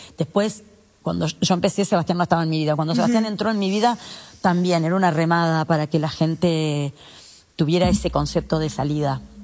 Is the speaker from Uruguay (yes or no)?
yes; Uruguay; Y también hay una cultura de cómo somos nosotros los uruguayos. Somos más recatados, más miedosos, tal vez.